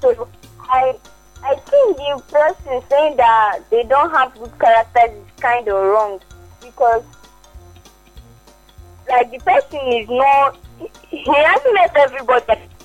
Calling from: Imo, Nigeria; I'm from Imo State.

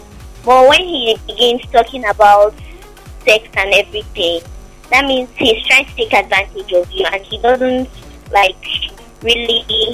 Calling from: Port Harcourt, Rivers, Nigeria; I'm calling from Nigerian FLC, Port Harcourt.

